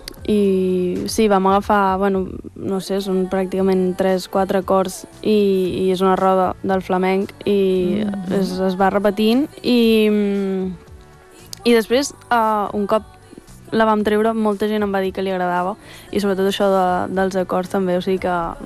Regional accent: La Bisbal d'Empordà, Catalonia, Spain; tots som de la Bisbal

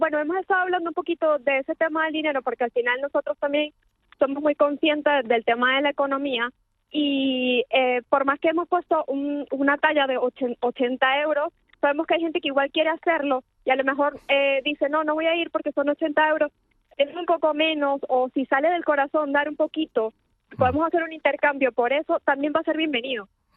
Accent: Venezuela; moved away as an adult; now in Madrid, Spain; Sí, soy venezolana y tengo 8 años aquí en Madrid.

